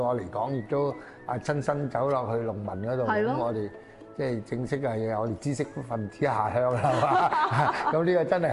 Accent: Shunde, Guangdong, China; 反而咧就真係落地咧，就翻我家鄉順德佛山區嘅佛山順德區裏面咧去搞呢件事咧

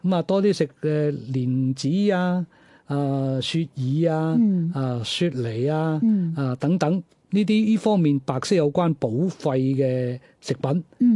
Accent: Guangdong, China; accent: Guangzhou Cantonese; 因为我哋广州话有句俗语，秋风起。

